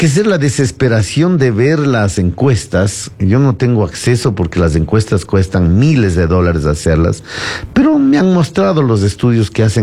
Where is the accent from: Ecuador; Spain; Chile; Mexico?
Ecuador; a mí como ecuatoriano